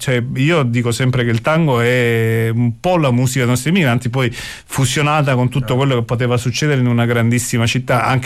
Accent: Mazara del Vallo, Sicily, Italy; born there; moved away as an adult; also born or lived in Florence; io sono nato appunto a Mazara in Sicilia, mi sono trasferito a Firenze per fare l'università

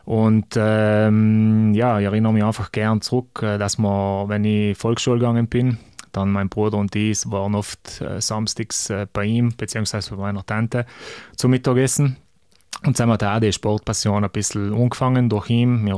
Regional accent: Bolzano, Trentino-Alto Adige, Italy; born or raised there

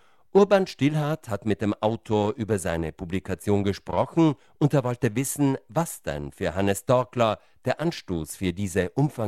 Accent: Trentino-Alto Adige, Italy; Es gibt ja in unserem Land Südtirol eine reiche Orgellandschaft aus verschiedenen Jahrhunderten.

